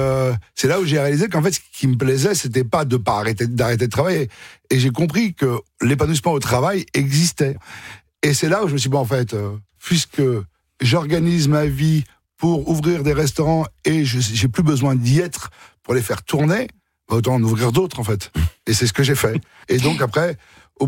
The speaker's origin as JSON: {"language": "French", "town": "Suresnes", "region": "Île-de-France", "country": "France", "tie": "born there"}